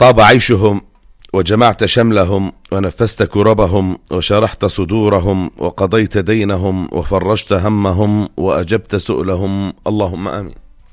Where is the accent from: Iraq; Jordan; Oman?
Jordan; إحنا كمجتمع أردني معروفين بالطيبة والثقة الزايدة بالناس